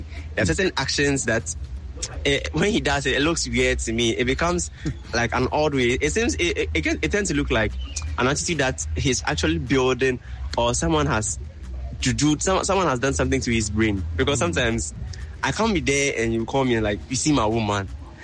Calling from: Osu, Greater Accra, Ghana; I'm speaking from Usu.

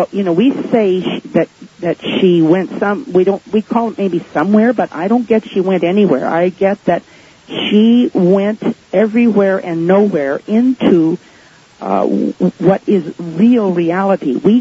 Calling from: Pasadena, California, United States; from Pasadena

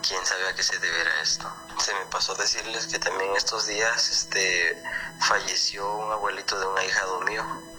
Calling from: Tecuanapa, Guerrero, Mexico; Soy … de Tecuandapa, Guerrero

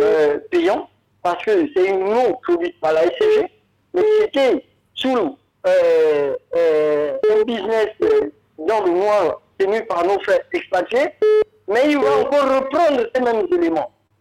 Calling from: Gabon; je suis un Gabonais, moi je suis bien un Gabonais

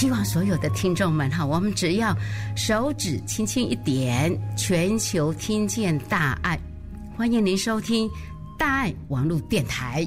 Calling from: Taoyuan, Taiwan; 我是应该在76、7年我就开始听广播了哈

